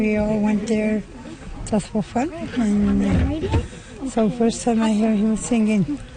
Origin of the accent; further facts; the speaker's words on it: Sicily, Italy; I'm from Sicily.